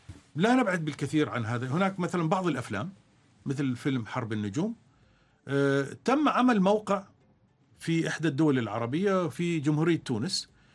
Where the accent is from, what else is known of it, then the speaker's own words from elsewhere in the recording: Oman; عندنا في عمان هنا